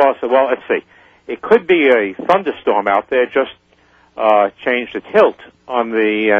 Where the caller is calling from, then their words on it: New Jersey, United States; I live in New Jersey.